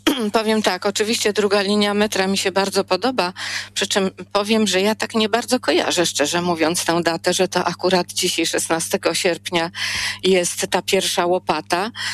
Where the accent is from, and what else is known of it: Warsaw, Masovian Voivodeship, Poland